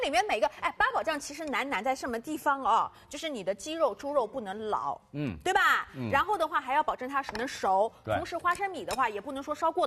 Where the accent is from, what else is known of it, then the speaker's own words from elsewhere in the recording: Shanghai, China; 我们上海人喜欢的从小吃到大的味道